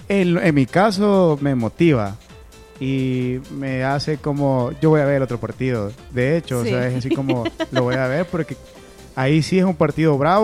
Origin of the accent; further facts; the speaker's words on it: El Salvador; Es que somos únicos, los salvadoreños de verdad somos únicos.